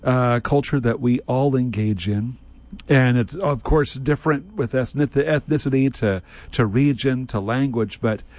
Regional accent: Oregon, United States; now in Natchitoches, United States; Growing up in Oregon, I would have no idea. And I had never heard of the word jambalaya or gumbo or boudin.

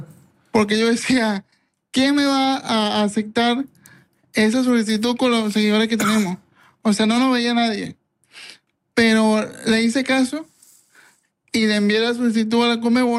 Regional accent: Venezuela; el 40% de nuestras redes es de público argentino, a pesar de que soy venezolano.

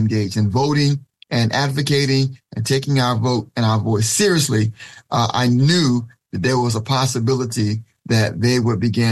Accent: Jacksonville, Florida, United States; also born or lived in San Diego / Texas; Yeah, I grew up in Jacksonville. I was born in San Diego, lived sometime in Texas.

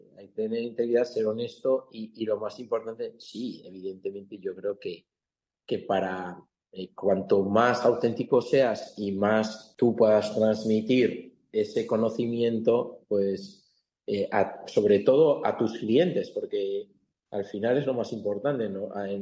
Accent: San Sebastián, Basque Country, Spain; moved away as an adult; now in Singapore; Yo soy de San Sebastián y empecé a trabajar en San Sebastián

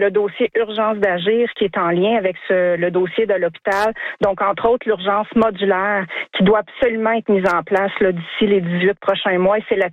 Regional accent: Drummondville, Quebec, Canada; Bien, d'abord, je suis native de Drummondville. Ça, c'est la première chose. Je vis ici depuis plus de 30 ans.

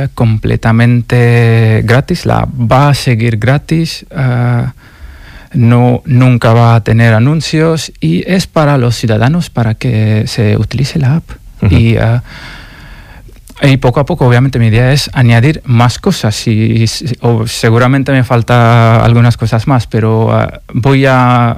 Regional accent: Oxford, South East England, United Kingdom; Spanish is a second language; moved away as an adult; now in Torrelavega, Spain; yo vengo de Inglaterra, de Oxford, y venía aquí para vivir

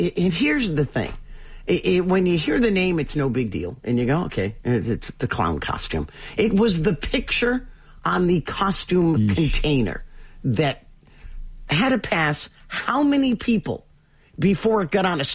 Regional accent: New England, United States; Because we're Dunkin' people. I'm from New England. There was no Starbucks. It was all Dunkin'.

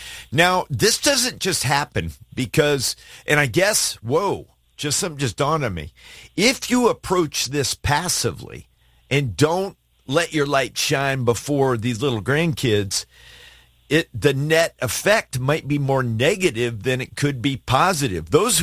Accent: Alaska, United States; I was raised in Alaska. My dad and mom moved there before it was a state, before it even reached statehood.

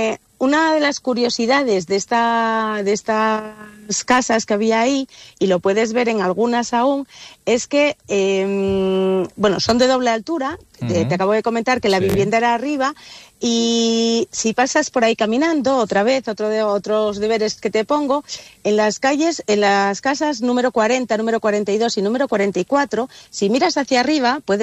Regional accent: Avilés, Asturias, Spain; muchos de los que somos de Avilés y vivimos en Avilés

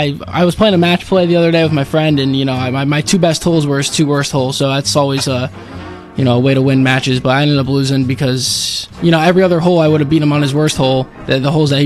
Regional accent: Brooklyn, Connecticut, United States; Right in my hometown.

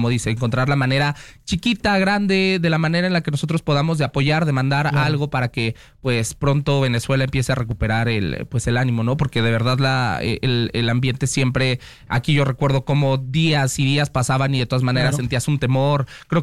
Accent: Mexico; Que nosotros como mexicanos, digo, entendemos muy bien de que cuando se tiene que apoyar, nos unimos más que en el mismísimo fútbol

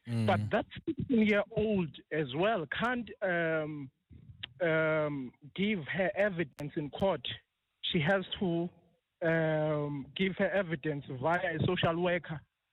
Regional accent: South Africa; as South African citizens, we are ready even for a competent black nationalist government

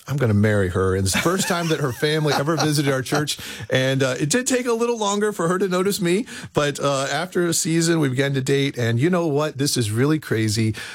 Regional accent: Ohio, United States; Well, I grew up in Southwest Ohio. My family moved there in 1971, and we joined a wonderful church there, Crestview Baptist Church, and I grew up there.

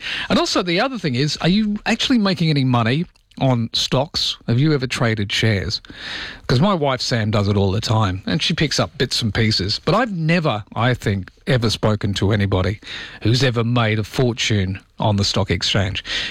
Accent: South Africa; When I was in when I grew up in South Africa

